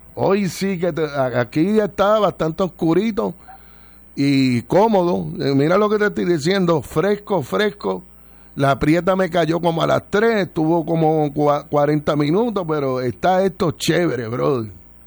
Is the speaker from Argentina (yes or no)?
no; Añasco, Puerto Rico; de mi pueblo de Añasco.